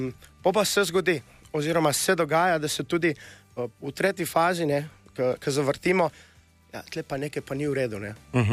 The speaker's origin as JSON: {"language": "Slovenian", "area": "Gorica", "region": "Gorizia", "country": "Slovenia", "tie": "born or raised there", "moved": "yes", "lives_now": "Vipava Valley, Slovenia", "said": "Ser sem domačin Goričan, preseljen v Vipavsko dolino."}